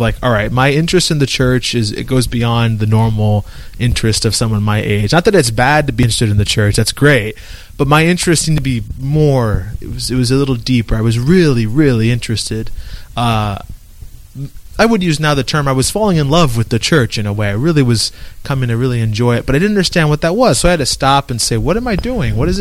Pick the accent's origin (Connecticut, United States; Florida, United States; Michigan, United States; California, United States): Florida, United States; Homestead; I come from Homestead, Florida, which is about 30 minutes south of the city of Miami, but all part of the Archdiocese. I grew up in a very Catholic household. I was adopted when I was about 2 weeks old